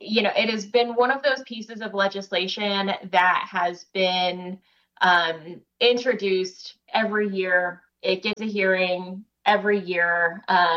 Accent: Missouri, United States; moved away as an adult; also born or lived in Washington, District of Columbia, United States; I'm happy to be back in my home state for sure.

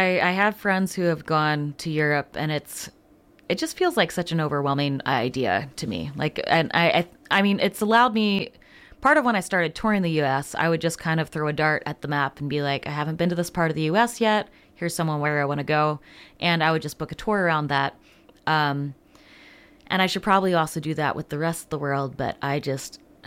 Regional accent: Pennsylvania, United States; also born or lived in Goshen, Indiana; now in Northern Michigan, United States; I grew up in Pennsylvania.

